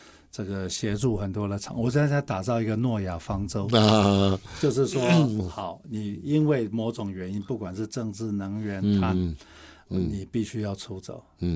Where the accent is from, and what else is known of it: Taiwan; born there